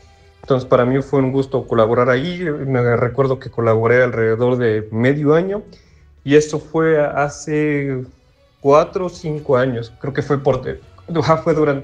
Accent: Teziutlán, Puebla, Mexico; soy originario de Texitlán, Puebla

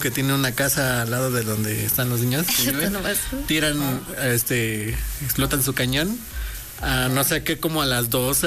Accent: Mixteca, Mexico; al menos en mi tierra, en la Mixteca, es como que una zona demasiado así que se sienten mucho los sismos.

